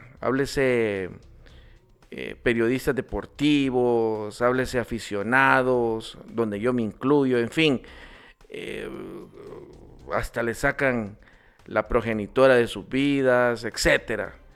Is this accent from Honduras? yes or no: yes; Honduras; los hondureños somos especiales.